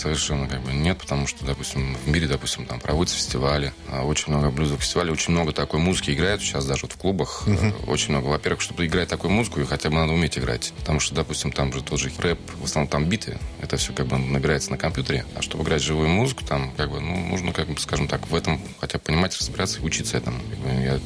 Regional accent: Ryazan, Ryazan Oblast, Russia; now in Moscow, Russia; Хотя я сам родом из Рязани, да. Ну, живу уже лет 15 раз. Живу, уже работаю здесь, в Москве.

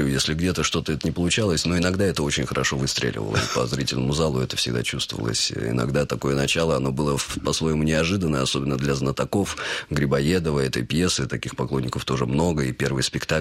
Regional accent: Kolyvanskoye, Altai Krai, Russia; also born or lived in Prutskoye; Да, ну это там, где мы жили, а родился я в Пруцком, это недалеко, да.

